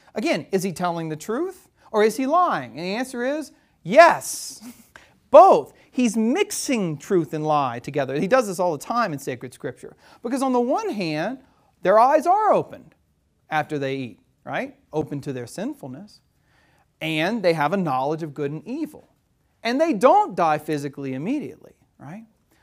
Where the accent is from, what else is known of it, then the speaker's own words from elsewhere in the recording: Louisiana, United States; I grew up in South Louisiana, and lots of people have fig trees in their backyard.